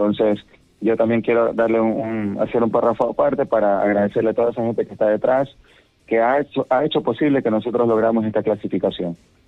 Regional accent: Portoviejo, Manabí, Ecuador; soy de aquí de Puerto Viejo, nacido, criado de aquí, familia totalmente de aquí y un portovejense de cepa.

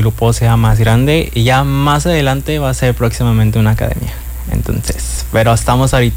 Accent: Cancún, Quintana Roo, Mexico; Yo soy de Cancún

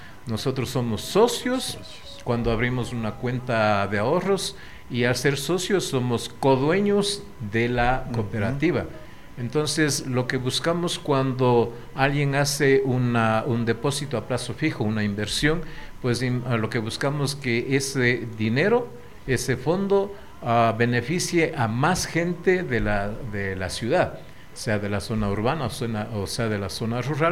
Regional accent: Ecuador; todos somos ecuatorianos

